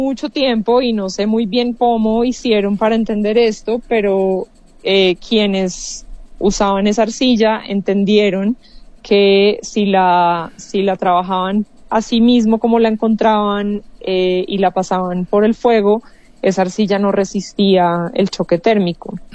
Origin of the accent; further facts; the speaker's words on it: Colombia; Y hay definitivamente como una búsqueda como por volver como a lo propio, como como latinoamericana, como colombiana. Yo siento como un llamado muy grande como por mirar hacia adentro, mirar lo que tenemos en esta región tan increíble que habitamos en este continente.